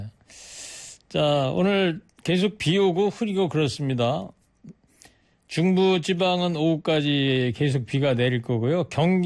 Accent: Anseong, Gyeonggi Province, South Korea; moved away; 제가 안성 고향에 전화해서 엄니한테 전화를 드렸더니

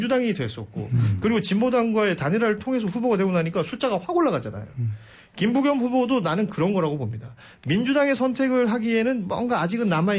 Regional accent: Ulsan, South Korea; 제가 영남권에, 저도 울산 출신이라서요.

